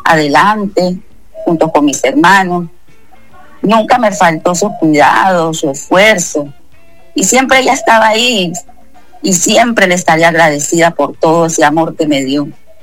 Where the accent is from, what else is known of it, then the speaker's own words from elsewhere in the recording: Buenaventura, Valle del Cauca, Colombia; born there; nací en Buenaventura, una tierra hermosa, llena de gente alegre, trabajadora